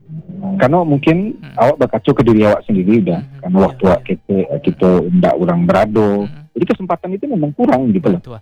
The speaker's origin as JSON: {"language": "Indonesian", "region": "West Sumatra", "country": "Indonesia", "said": "Jadi mungkin, namanya kita orang Minang dah, pasti raso sagan itu ada."}